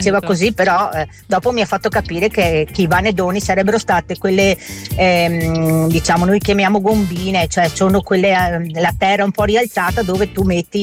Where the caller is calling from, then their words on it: Treviso, Veneto, Italy; accent: Trevisan dialect; da Treviso. Anche il nostro dialetto è abbastanza comprensibile, però se tu vai da Treviso, vai verso Montebelluna o verso il Montello, già cambia tutto.